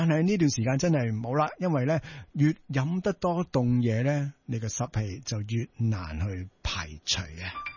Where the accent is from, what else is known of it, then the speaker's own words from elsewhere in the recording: Hong Kong; 嗱，我哋香港人咧真系好习惯咧